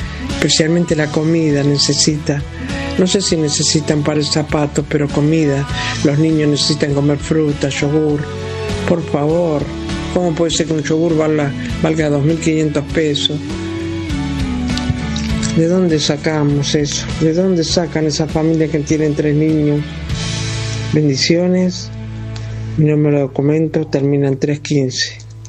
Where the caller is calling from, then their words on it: La Reja, Buenos Aires Province, Argentina; Buen día, Radio Continental. … de La Reja.